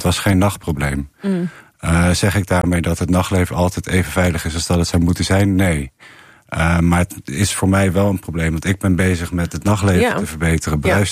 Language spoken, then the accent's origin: Dutch; Rotterdam, South Holland, Netherlands; Ik ben in Rotterdam opgegroeid